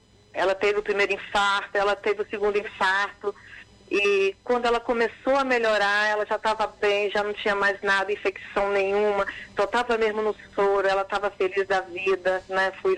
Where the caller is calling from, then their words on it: Guarapari, Espírito Santo, Brazil; Eu falo de Guarapari, no Espírito Santo.